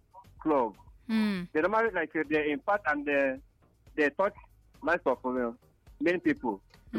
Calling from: Enugu State, Nigeria; the chemistry teacher, calling from Moro in the government bureau of Enugu State.

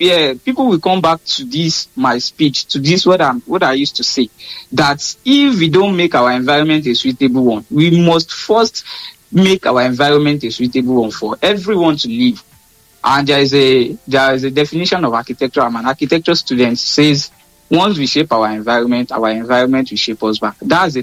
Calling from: Nigeria

